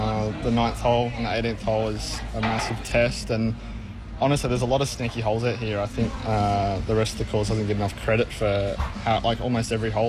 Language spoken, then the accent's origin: English; New South Wales, Australia; It's in my home state, New South Wales. It's only a couple hours away from where I live